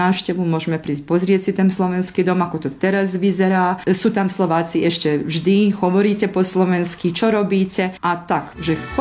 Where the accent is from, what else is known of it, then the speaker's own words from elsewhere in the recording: Croatia; Keď mňa pýtajú, že skadiel som, tak poviem, ja som z Chorvátska a všetci sa tešia, že vy ste z Chorvátska, vy ste pri mori.